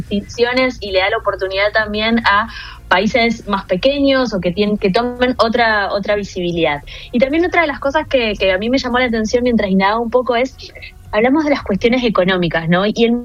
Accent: Santa Fe, Argentina; En este caso, yo que soy de Santa Fe, es la misma población del país que la ciudad de Santa Fe

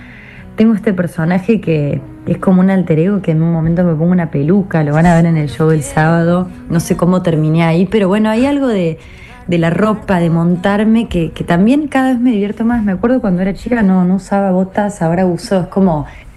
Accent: Córdoba, Argentina; now in Buenos Aires, Argentina; yo soy de Córdoba capital, después me mudé acá a la capital, Buenos Aires

